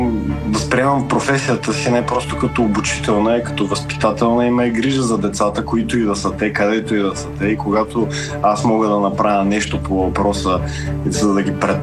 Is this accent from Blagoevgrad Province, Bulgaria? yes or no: no; Sofia, Sofia City, Bulgaria; born there; В квартала, където съм роден в София